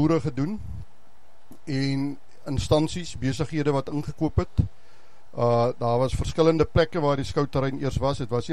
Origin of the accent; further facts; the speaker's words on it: George, Western Cape, South Africa; moved away as an adult; also born or lived in Fort Beaufort; now in George, South Africa; ek het groot geword op George, 1963 gebore